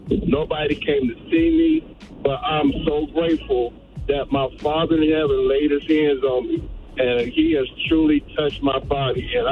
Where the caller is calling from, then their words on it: Columbus, Ohio, United States; calling from Columbus, Ohio.